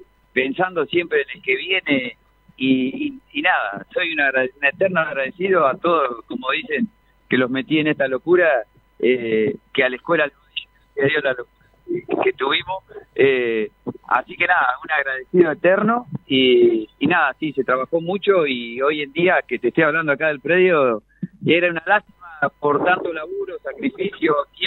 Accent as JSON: {"language": "Spanish", "town": "General Madariaga", "region": "Buenos Aires Province", "country": "Argentina", "said": "es un lujo decir soy de Madariaga"}